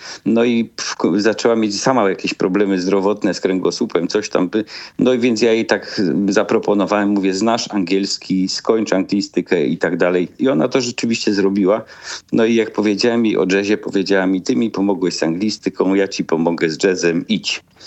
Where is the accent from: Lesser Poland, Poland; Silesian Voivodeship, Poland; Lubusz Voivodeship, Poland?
Silesian Voivodeship, Poland; Tychy; Ja oczywiście gdzieś tam całe życie siedziałem jako człowiek ze Śląska, bo mieszkam w Tychach, tu się urodziłem.